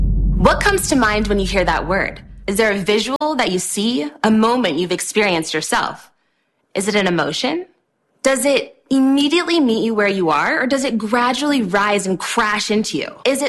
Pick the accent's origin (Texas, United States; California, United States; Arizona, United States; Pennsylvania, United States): Texas, United States; I grew up in Texas, I'm half Nigerian, I hardly handle the cold at all.